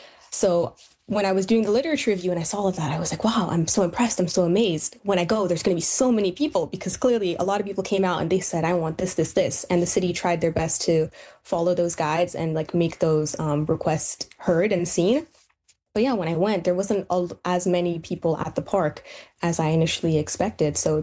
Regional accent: Richmond, British Columbia, Canada; But growing up in Richmond City Centre, Richmond is an immigrant city. Richmond City Centre is an immigrant neighborhood.

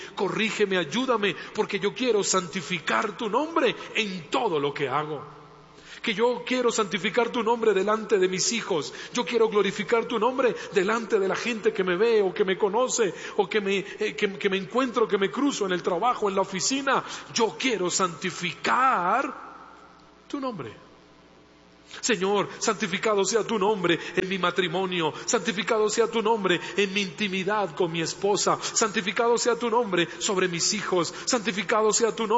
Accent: Colombia; en mi tierra, que en Colombia

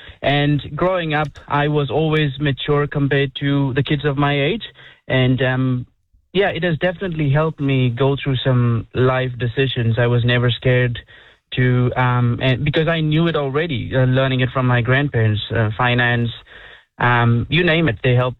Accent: Dubai, United Arab Emirates; moved away as an adult; now in New Zealand; I'm from South India, but born and raised three generations in the Middle East, Dubai.

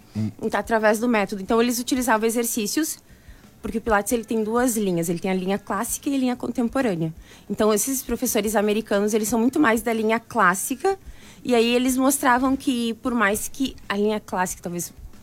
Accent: Porto Alegre, Rio Grande do Sul, Brazil; que eu sou de Porto Alegre.

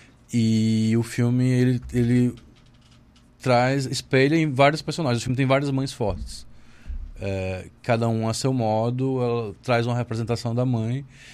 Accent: Arapiraca, Alagoas, Brazil; Assim, eu nasci e cresci em Arapiraca.

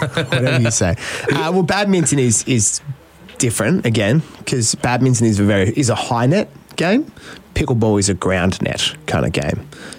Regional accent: Australia; accent: mainland; It was my mainland accent.

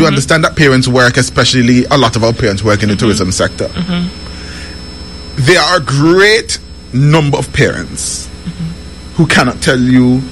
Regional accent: All Saints, Saint John, Antigua & Barbuda; Because I'm from All Saints, went to schools in the city.

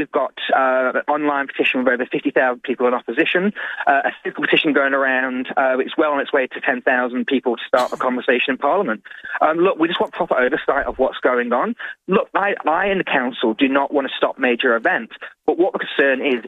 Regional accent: Isle of Man; now in Adelaide, Australia; I don't want to stop these events. I'm from the Isle of Man. I love a good motorcycle race.

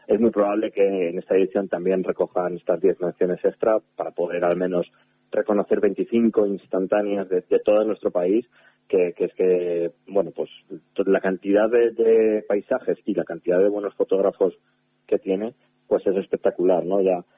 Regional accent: Santander, Cantabria, Spain; now in Madrid, Spain; yo soy cántabro, a pesar de que vivo en Madrid y organizo el certamen a nivel nacional. Bueno, yo soy cántabro, soy de Santander

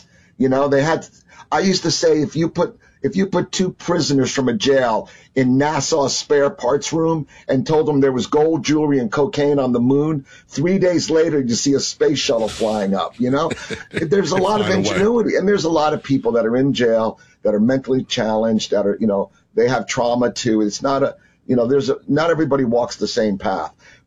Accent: New Jersey, United States; also born or lived in New Orleans, Louisiana; Well, the bigger departure was from New Jersey. Because I started out as a little farm boy. My parents had a house on my grandfather's farm

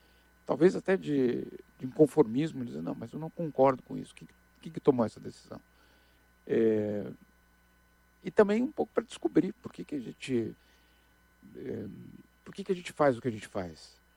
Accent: Brazil; É, eu sei que eu sou brasileiro. Eu só tenho passaporte brasileiro. Então eu tenho certeza que eu sou brasileiro.

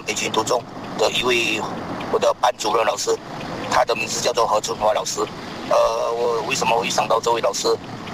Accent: Johor, Malaysia

